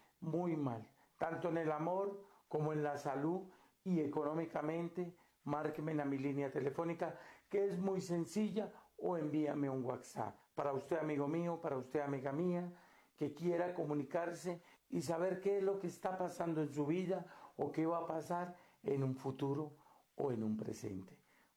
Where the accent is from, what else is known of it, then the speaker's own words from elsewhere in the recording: Catemaco, Veracruz, Mexico; la cultura que tenemos en nuestra tierra de Catemaco, Veracruz.